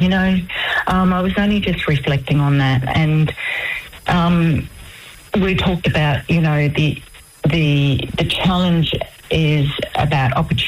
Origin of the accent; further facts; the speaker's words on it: Weipa, Queensland, Australia; also born or lived in Old Mapoon; growing up in Weeper in Old Marpoon in Far North Queensland, my childhood was adventurous and it was fun